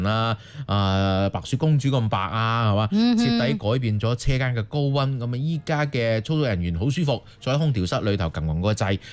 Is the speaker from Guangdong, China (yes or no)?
no; Guigang, Guangxi, China; 哦，所以讲咧，咁多米嘅贵港咧，啲朋友咧食饭咧都要睇下我哋家乡噶啦。